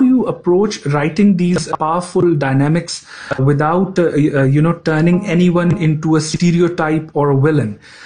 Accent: Lahore, Punjab, Pakistan; having grown up myself in Lahore

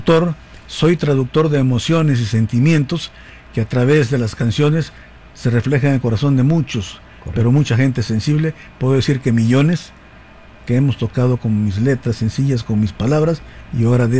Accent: Río Grande, Oaxaca, Mexico; Tendría yo unos 14 años cuando mucho. Fue allá en mi pueblo Río Grande, específicamente donde yo cursaba la primaria

